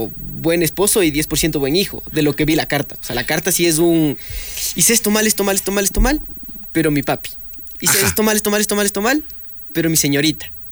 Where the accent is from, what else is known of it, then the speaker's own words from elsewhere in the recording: Ambato, Tungurahua, Ecuador; De más allá del sur, yo soy de Ambato.